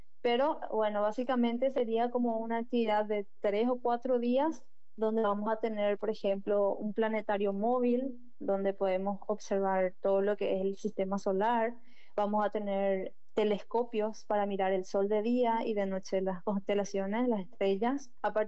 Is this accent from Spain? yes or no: no; Paraguay; Como paraguayos somos absolutamente capaces de investigar